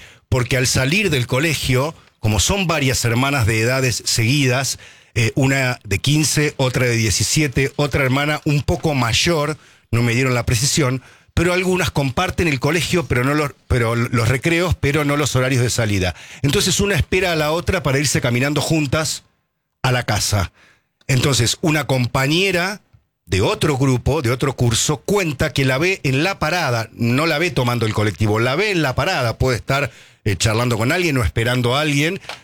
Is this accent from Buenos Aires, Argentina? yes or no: no; Colonia Caroya, Córdoba, Argentina; born there; Yo pasé mi infancia en Colonia Carolla desde los 8 años, porque un familiar mío tiene una bodega.